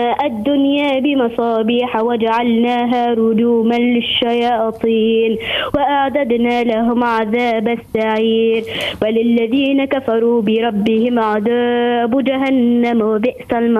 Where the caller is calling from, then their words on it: Oueslatia, Kairouan Governorate, Tunisia; من معتمدية الوسلاتين ولاية القيروان.